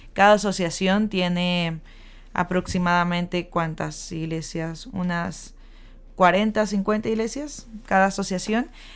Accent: Mexico; now in Argentina; Yo vengo de México, entonces mis programas son muy norteamericanos.

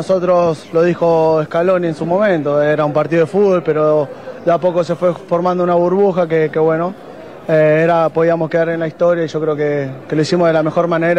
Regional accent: Argentina; nosotros somos argentinos

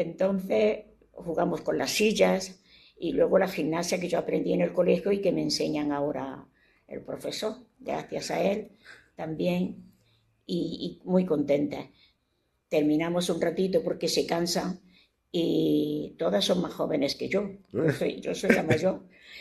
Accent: Granada, Andalusia, Spain; born there; moved away; a Granada, que es mi tierra.

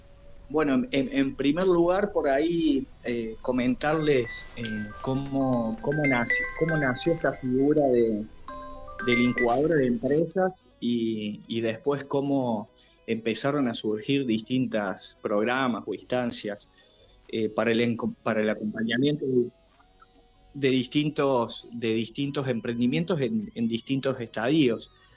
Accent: Ordóñez, Córdoba, Argentina; vengo de la localidad de Ordóñez, ahí cerquita

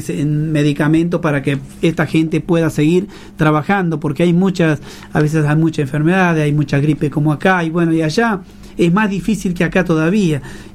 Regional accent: Medellín, Santiago del Estero, Argentina; nosotros somos de Medellín

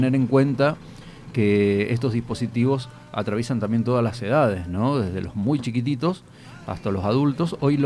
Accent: Entre Ríos, Argentina

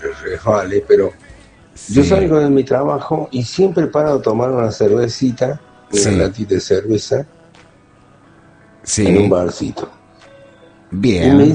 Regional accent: Candelaria, Córdoba, Argentina; yo soy del campo, soy de Candelaria, le digo.

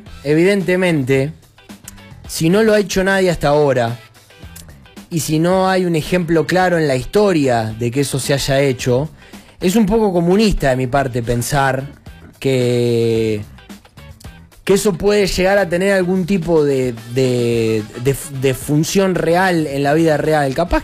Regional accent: Argentina

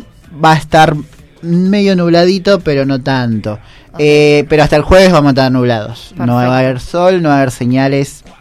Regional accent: Lomas de Zamora, Buenos Aires Province, Argentina; soy de Lomas de Zamora, tengo 33 años

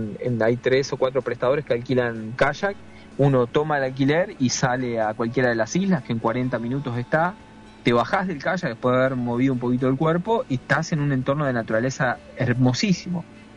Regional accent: Argentina; Somos argentinos, después de la pandemia, ¿no?

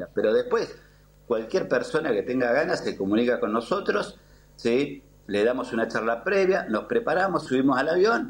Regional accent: Neuquén, Argentina; Somos de Neuquén, pero bueno, estamos haciendo la actividad ahí en el aeroclub de Allen.

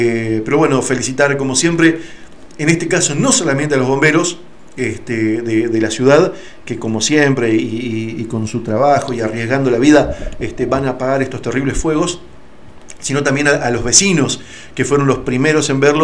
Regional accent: Argentina; a nosotros como argentinos

